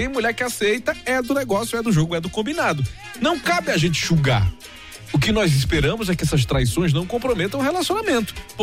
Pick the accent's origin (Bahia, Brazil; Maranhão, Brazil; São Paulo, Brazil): Maranhão, Brazil; Imperatriz; Sou de Imperatriz